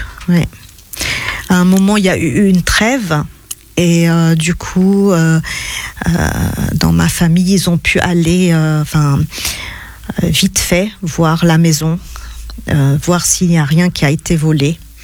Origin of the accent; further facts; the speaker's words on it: South Governorate, Lebanon; also born or lived in Beirut; en fait, je suis originaire du sud.